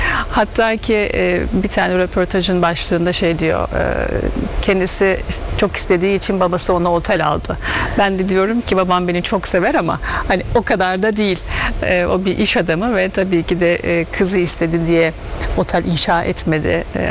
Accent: Istanbul, Turkey; born there; İstanbul doğumluyum. Üç kardeşiz. Babam sıfırdan gelmiş başarılı bir iş adamı.

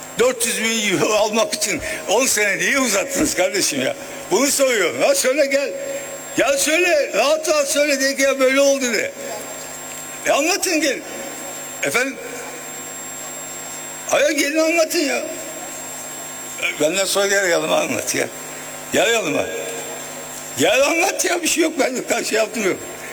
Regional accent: Diyarbakır Province, Turkey; born there; Bak yine ben öyle değilim. Ben Diyarbakır ve Erganacık kasasında doğdum. Bizde öyle bir şey yoktu.

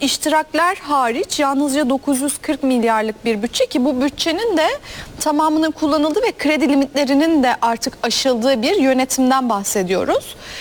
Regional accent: Istanbul, Turkey; Dolayısıyla bunu sormak da bir seçmen olarak, bir İstanbullu olarak bizim hakkımız.

